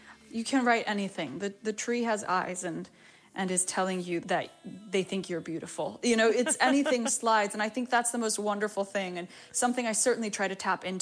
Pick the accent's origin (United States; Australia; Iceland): Iceland; English is a second language; Well, growing up in Iceland, which in hindsight feels like a fairy tale, but I think growing up there, I was like, oh, it's so cold and it's so dark.